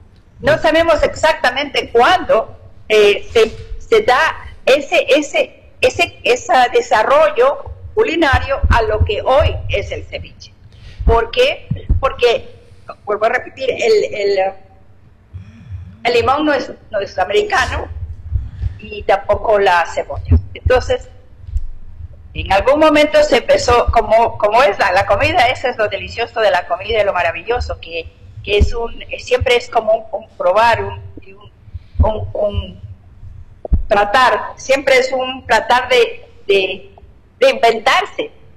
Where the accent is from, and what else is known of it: Ecuador